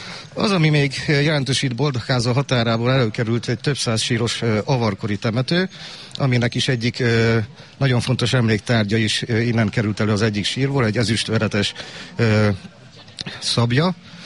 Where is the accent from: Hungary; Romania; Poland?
Hungary; Jász-Nagykun-Szolnok; valóban tőzsgyökeres jásznak mondhatom magamat. Több ízedlegeni felmenőim a jászságba születtek, és ez több mint három generáció, az azt jelenti, hogy én mondhatom magamról, hogy jász vagyok.